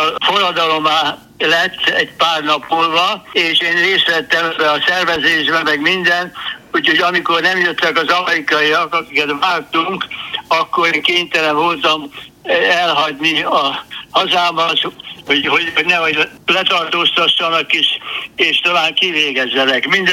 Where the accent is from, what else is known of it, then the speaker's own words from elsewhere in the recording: Oradea, Bihor, Romania; now in New York, United States; 40-ben visszatért Észak-Erdély, és akkor én Nagyváradon nevelkedtem